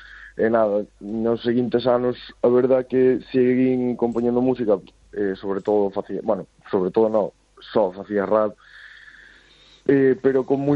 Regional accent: Galicia, Spain; first language Galician

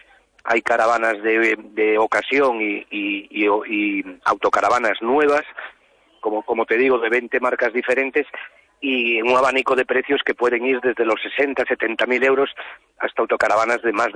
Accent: Vigo, Galicia, Spain; born there; yo soy vigués de nacimiento, pero esto nace en el primer salón del automóvil del sur de España

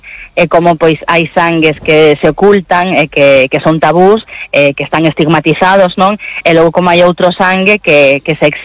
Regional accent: Galicia, Spain; nós tamén somos creadoras galegas, co cal sempre a nosa visión, o facemos dende a nosa idiosincrasia

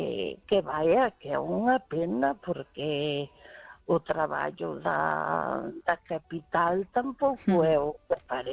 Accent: Lugo, Galicia, Spain

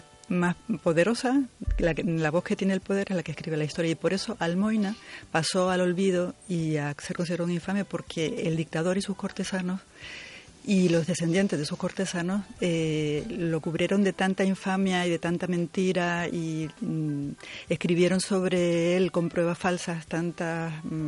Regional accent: Canary Islands, Spain; De la isla de Gran Canaria.

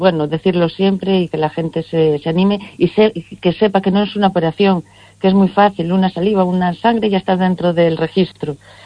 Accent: Cortegada, Galicia, Spain; En Cortegada queremos hacer algo, en mi pueblo, y estamos así, pensando cositas

